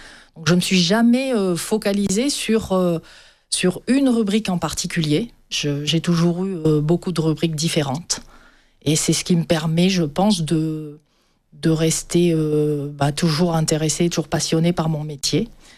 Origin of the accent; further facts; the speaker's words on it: Cannes, Provence-Alpes-Côte d'Azur, France; je suis née à Cannes. J'ai toujours vécu sur la Côte d'Azur.